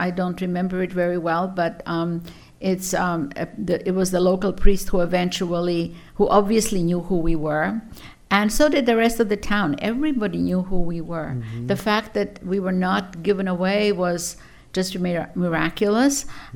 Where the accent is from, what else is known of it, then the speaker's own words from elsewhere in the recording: Zagreb, City of Zagreb, Croatia; moved away; also born or lived in Ludbreg; We're not from Ludbreg. We were from Zagreb